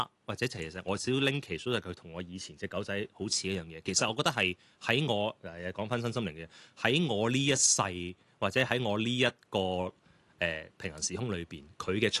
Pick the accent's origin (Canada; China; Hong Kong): Canada; moved away; 我细个在加拿大的时候